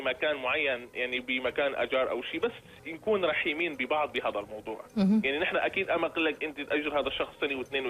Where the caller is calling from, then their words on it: Syria; نحن يمكن كسوريين